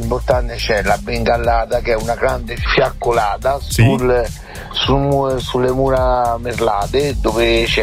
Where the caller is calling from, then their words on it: Gallese, Lazio, Italy; la festa di San Fammiano che si celebra nel mio paese, io sono di Gallese